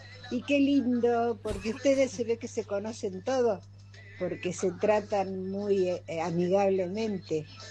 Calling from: Magdalena, Buenos Aires Province, Argentina; Buenas tardes, Federico. … de Magdalena. Espectacular día de sol.

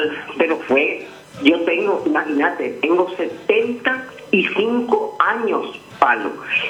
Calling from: Fernando de la Mora, Central, Paraguay; Yo soy de Fernando.

